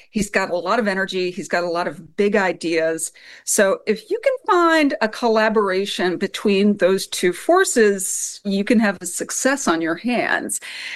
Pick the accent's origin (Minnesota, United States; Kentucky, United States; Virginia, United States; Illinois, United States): Kentucky, United States; I think specifically of a lot of the families that I knew when I was growing up in Kentucky.